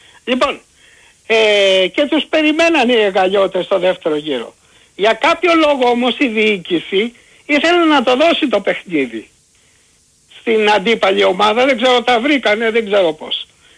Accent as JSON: {"language": "Greek", "town": "Pallini", "region": "Attica", "country": "Greece", "said": "από την Παλίνη."}